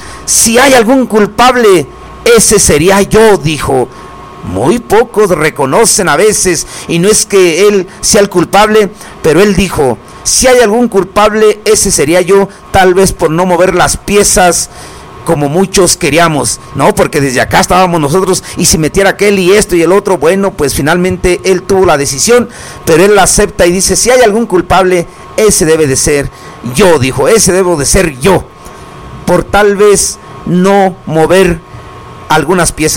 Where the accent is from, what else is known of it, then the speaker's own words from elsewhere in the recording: Mexico; lo hicimos como todo mexicano